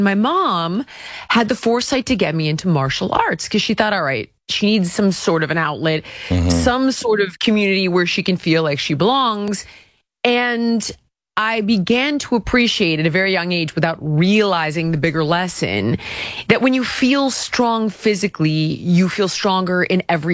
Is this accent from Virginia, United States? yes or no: no; California, United States; And of course, growing up in California, everybody worked in the entertainment industry.